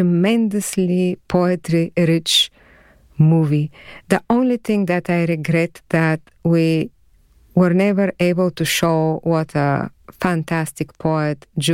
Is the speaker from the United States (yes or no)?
no; Bulgaria; English is a second language; moved away; I've lived here more than the time that I've lived in Bulgaria. I don't hear my accent.